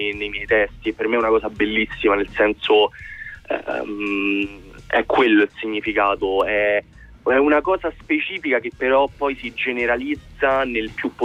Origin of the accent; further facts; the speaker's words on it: Bosnia & Herzegovina; now in Italy; E naturalmente poi il fatto che io sia bosniaco, italo-bosniac